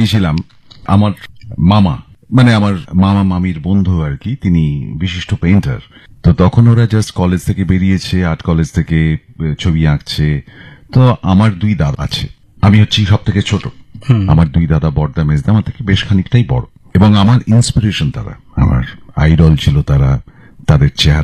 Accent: Kolkata, West Bengal, India; also born or lived in Allahabad / Vadodara; আমার জন্ম হয়েছে এলাহাবাদে, জন্মানোর কিছু তিন মাস পরে আমি কলকাতায় চলে আসি, বাবার ট্রান্সফার হয়েছে নর্থ বেঙ্গলে, তারপরে বেশ কিছুটা সময় আমার এখানে কাটে।

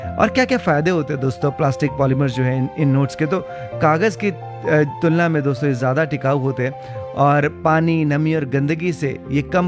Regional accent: Delhi, India; दिल्ली दा सोना रंगला मुंडा

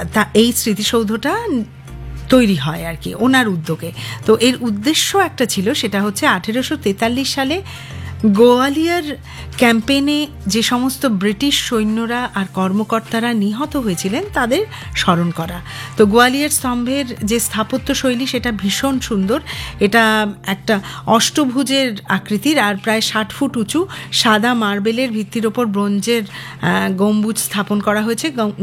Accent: Kolkata, West Bengal, India; আমরা কলকাতার মানুষেরা কত কী মিস করে যাই, তাই না? কলকাতায় থাকি বলে খেয়ালই থাকে না

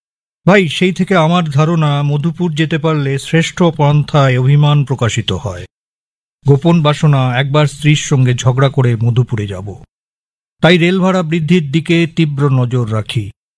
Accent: Kolkata, West Bengal, India; প্রবুদ্ধ মিত্র যে বাগবাজারেই থাকে, আমার বাড়ি বাগবাজারে

